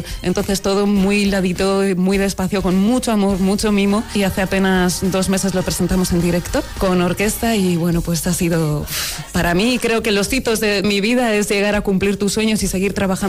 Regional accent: Galicia, Spain; first language Galician; Spanish is a second language; hecho en nuestra lengua materna

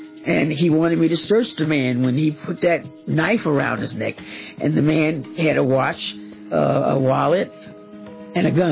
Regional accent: Teaneck, New Jersey, United States; also born or lived in Topeka, Kansas / Orlando, Florida; I was raised in Teaneck, New Jersey, 3 blocks from the … We all grew up together. Going between Teaneck, New Jersey, Topeka, Kansas, and Orlando, Florida, those are the places that I grew up.

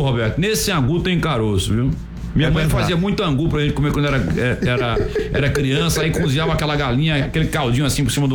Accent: Serra Talhada, Pernambuco, Brazil; now in Bahia, Brazil; Pra quem não sabe, eu sou pernambucano, né? Eu tô na Bahia desde 1988.

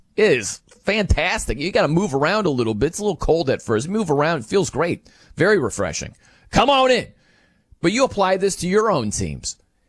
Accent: South Bend, Indiana, United States; I love Notre Dame football. I'm from South Bend, Indiana. I bleed Notre Dame football.

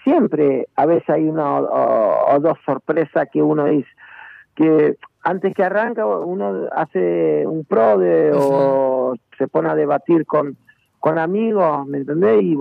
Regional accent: Argentina; Soy argentino. Hace muchos años que estoy acá en la Argentina, vivo acá en La Plata.

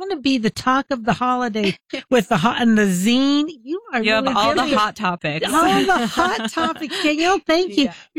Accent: Albuquerque, New Mexico, United States; because I grew up here in Albuquerque

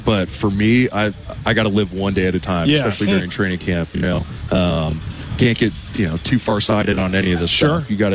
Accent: Milwaukie, Oregon, United States; It's just a suburb in Portland, but yeah, good old Milwaukee, Oregon.

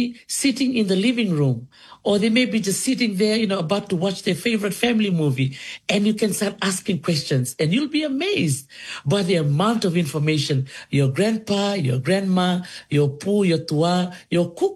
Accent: Colo-i-Suva, Central Division, Fiji; also born or lived in Kadavu; young girl in Dholisuva village in the province of Netasiri. That's where I was raised. Even though I'm from originally from Kandavu

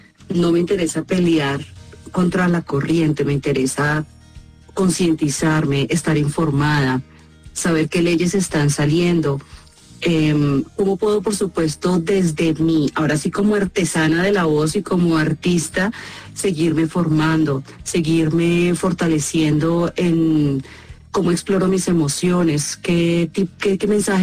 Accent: Colombia; para mí es un orgullo como colombiana

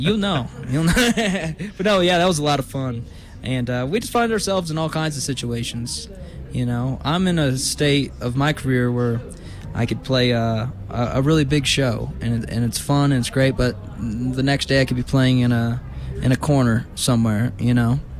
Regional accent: Michigan, United States; But I was from Michigan, and I love soul and rock.

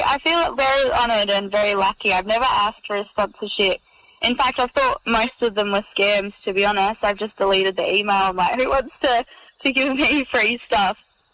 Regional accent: Serpentine, Western Australia, Australia; Yeah, honestly, I've probably had the best childhood that a kid could ever ask for. My parents built there 30-something years ago.

